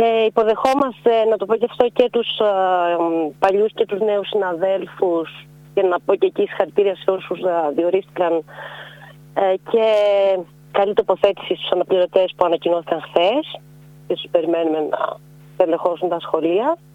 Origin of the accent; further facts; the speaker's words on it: Trikala, Thessaly, Greece; moved away; στο χωριό μου, το Τρίκαλα